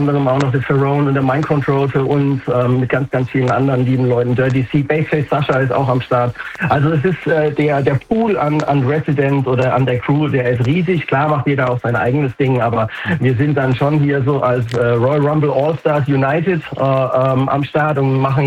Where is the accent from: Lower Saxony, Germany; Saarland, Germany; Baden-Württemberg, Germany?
Baden-Württemberg, Germany; Heidelberg; born there; Ich bin gebürtiger Heidelberger.